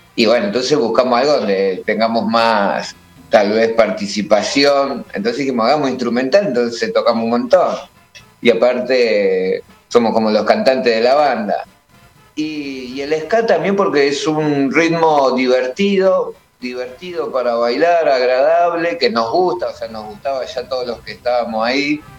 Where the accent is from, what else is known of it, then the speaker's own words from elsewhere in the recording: Moreno, Buenos Aires Province, Argentina; Somos de Moreno, como habíamos dicho, pero la mitad de la banda, algunos son de Hurlingham, hay de Caseros, ha habido gente hasta de Elviso en la banda, ¿viste?